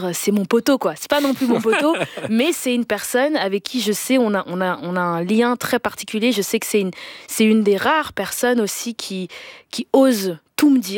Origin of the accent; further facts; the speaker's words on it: Denderleeuw, Flanders, Belgium; non seulement j'ai grandi en Belgique, et puis j'ai grandi dans une petite commune qui s'appelle Denderleu.